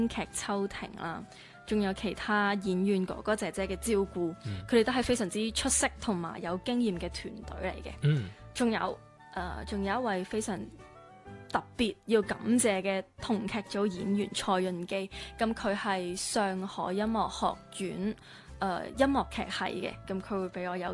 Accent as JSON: {"language": "Cantonese", "country": "Macau", "tie": "born or raised there", "said": "我同麦思玉一样，都系土生土长嘅澳门人，跟住出去打拼拼搏"}